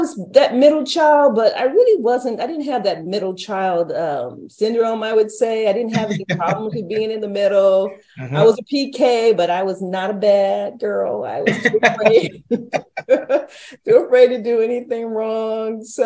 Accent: San Antonio, Texas, United States; born there; I was born in San Antonio, Texas. My father was a Baptist pastor for 50 years, and my mother was a postpartum nurse. And they had four children. I'm the second of four.

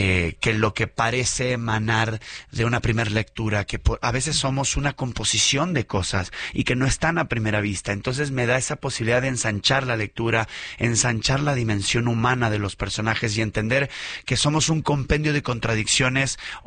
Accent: Argentina; moved away as an adult; now in Mexico; Yo soy argentino.

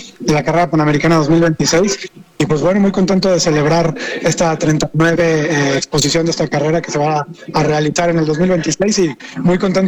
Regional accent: San Luis Potosí, Mexico; pasamos por mi ciudad natal que es San Luis Potosí

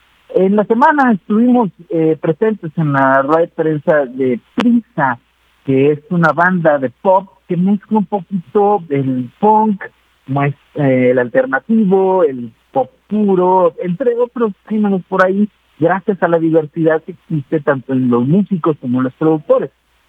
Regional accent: Mexico

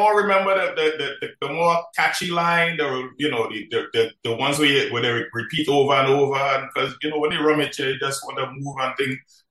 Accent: Marabella, San Fernando, Trinidad & Tobago; But growing up in Marabella, I wasn't really into the music like that.

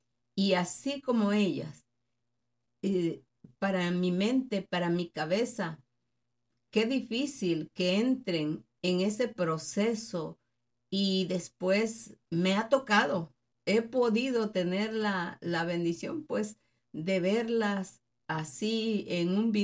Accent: Tabasco, Mexico; Yo me acuerdo cuando era chiquita, pues de donde yo soy, Tabasco

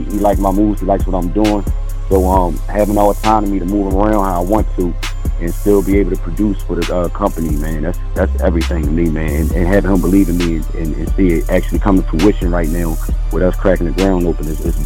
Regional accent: Philadelphia, Pennsylvania, United States; You know, I'm from North Philly. We battle, you know what I mean? We battle day in, day out in the city.

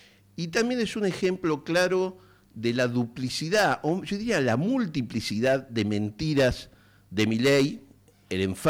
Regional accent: Argentina; así somos los argentinos y las argentinas

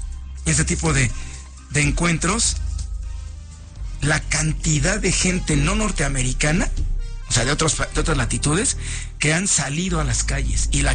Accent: Mexico; no somos los mexicanos los únicos que nos desbordamos a la calle en otros países

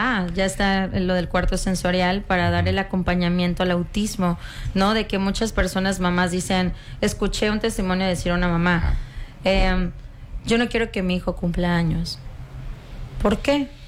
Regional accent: Villahermosa, Tabasco, Mexico; Yo que soy de Villahermosa

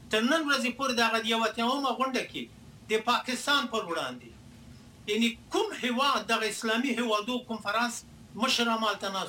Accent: Afghanistan; یعنی که زه یم افغان یم، بیا مسلمان یم، بیا انسان یم، بیا پښتون یم، زه د خپل ملت ملاتړ کوم او د خپل وطن ملاتړ کوم.

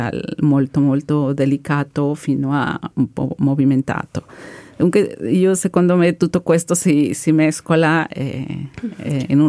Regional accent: Mexico; Italian is a second language; moved away; essendo messicana, del continente americano, siamo molto, molto mischia, no? Siamo già, io ho un nonno francese, spagnolo, dunque è indigene anche, azteche

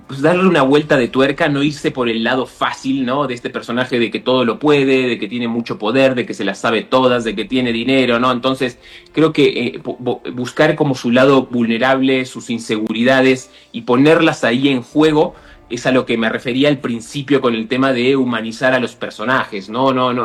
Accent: Argentina; moved away as an adult; digo llegamos porque vine con un amigo que es de mi ciudad natal también, que él, bueno, él estuvo 5 años nada más. Pero sí, el golpe de realidad comparado con Argentina era abismal.

